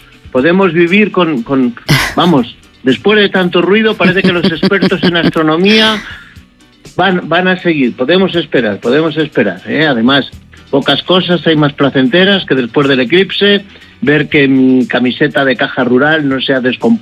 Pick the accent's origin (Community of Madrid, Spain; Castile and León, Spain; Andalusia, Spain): Castile and León, Spain; Villacastín; que son los huevos que se hacen en mi pueblo, en Villacastín, con boletus, se hacen todo el año.